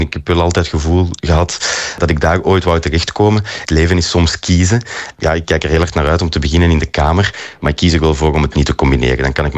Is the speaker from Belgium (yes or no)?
yes; Mechelen, Flanders, Belgium; Ik ben geboren en getogen in Mechelen.